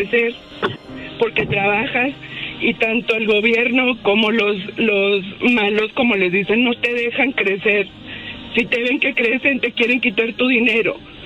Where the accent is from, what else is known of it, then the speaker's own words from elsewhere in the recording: Durango, Mexico; De Durango, Durango, Durango, Durango.